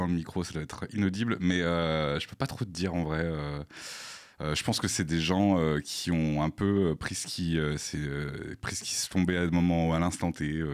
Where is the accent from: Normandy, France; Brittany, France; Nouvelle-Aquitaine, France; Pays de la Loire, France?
Nouvelle-Aquitaine, France; Limoges; born or raised there; moved away as an adult